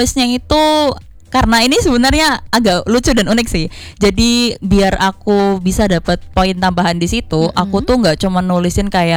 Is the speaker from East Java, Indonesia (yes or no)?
yes; Ngawi, East Java, Indonesia; Karena aku kebetulan juga orang Ngawi.